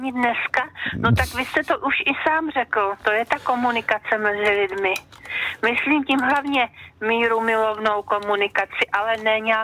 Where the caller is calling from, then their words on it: Trutnov, Hradec Králové Region, Czechia; z Trutnova.